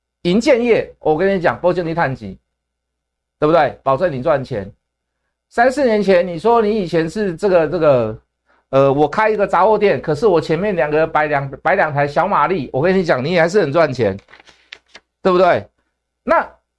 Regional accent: Taiwan

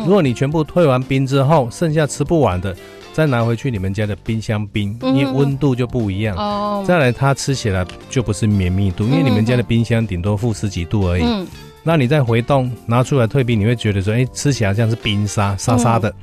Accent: Taiwan; 我们台湾是因为没有那样的气候嘛

